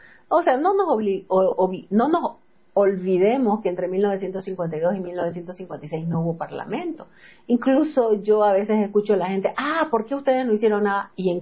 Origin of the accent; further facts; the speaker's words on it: Santa Cruz, Bolivia; los cruceños solo pensamos en mirarnos el ombligo